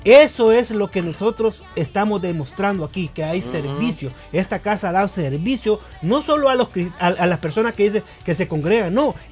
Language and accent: Spanish; Honduras; moved away; yo soy de Honduras.